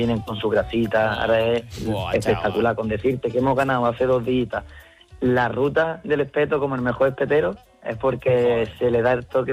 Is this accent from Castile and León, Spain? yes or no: no; Málaga, Andalusia, Spain; Hijo de Málaga por ahora, por el momento.